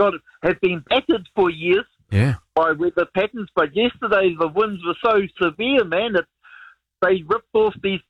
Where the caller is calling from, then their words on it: Carterton, Wellington, New Zealand; Hey, I'm ringing you today from Carterton.